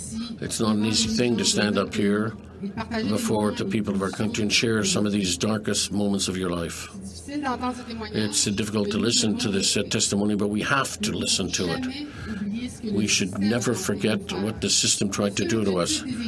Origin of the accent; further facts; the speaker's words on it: Quebec, Canada; first language French; English is a second language; I often say we didn't choose the colonizer, and that is why French is my mother tongue in Quebec. We were taught French, and we're not allowed to learn our traditional languages.